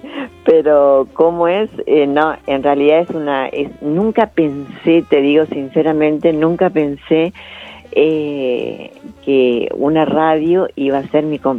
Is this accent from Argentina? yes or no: yes; Chaco, Argentina; Del Chaco.